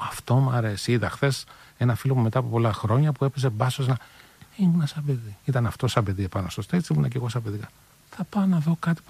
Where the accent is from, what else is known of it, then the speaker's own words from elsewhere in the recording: Oitylo, Peloponnese, Greece; Εγώ είμαι από τη μία πλευρά, από το Ήτειλο.